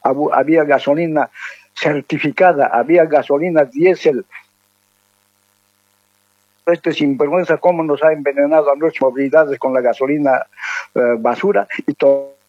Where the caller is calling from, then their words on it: Santa Cruz de la Sierra, Santa Cruz, Bolivia; de Santa Cruz.